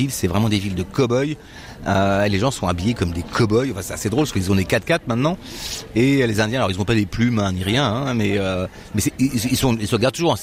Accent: France; Enfin, au moins en tant que Français, ils se font l'appropriation culturelle.

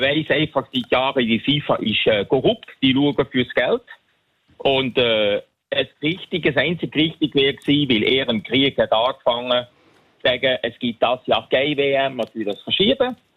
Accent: Netherlands; German is a second language; now in Switzerland; Und als Holländer schaue ich natürlich meine Holländer.

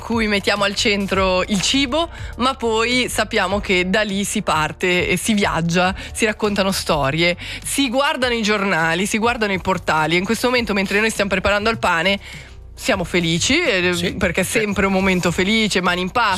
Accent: Switzerland; Non perché sono svizzero, boh, poi dopo sono gusti, eh.

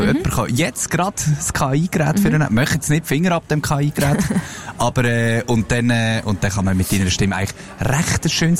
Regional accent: Lucerne, Switzerland; Also, wir haben da ein bisschen Luzerner Macht zusammen natürlich

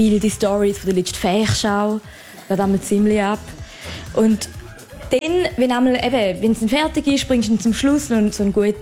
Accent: Appenzell Ausserrhoden, Switzerland; Genau, ich komme ja aus dem Appenzell Ausserrhoden.

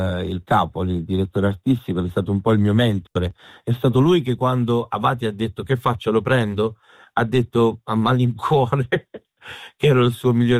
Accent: Apulia, Italy; Nel mio paesino, che è un paesino del provincia di Bari, non c'era il cinema, come purtroppo ancora adesso è

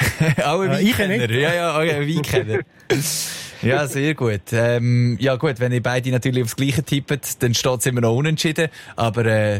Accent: Basel, Basel-Stadt, Switzerland; Da muss man auch als Basler zugeben.

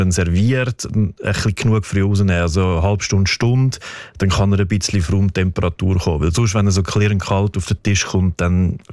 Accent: Switzerland; Und der krauste Peterli, den wir auch im Detailhandel da bei uns in der Schweiz oft finden, der ist tatsächlich, wie auch ich finde, amig nicht so schmackhaft.

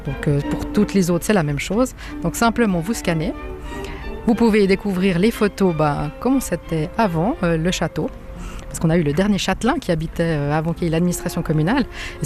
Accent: Prévranche, France; born there; Alors moi je suis née à Prévranche, donc c'est vrai que c'est un village qui me tient à cœur.

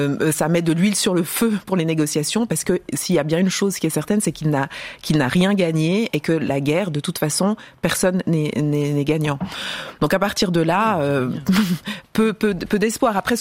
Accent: Switzerland; c'est très intéressant dans notre positionnement en tant que Suisse, quel rôle on veut jouer en termes de la diplomatie

